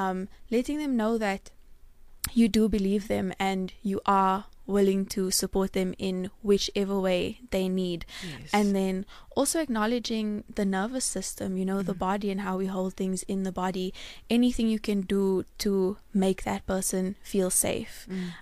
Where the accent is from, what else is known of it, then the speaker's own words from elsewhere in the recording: South Africa; as South African women